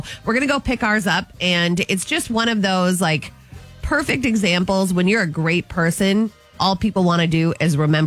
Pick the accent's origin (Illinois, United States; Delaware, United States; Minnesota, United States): Minnesota, United States; Anoka; huge fixture in my hometown of Anoka.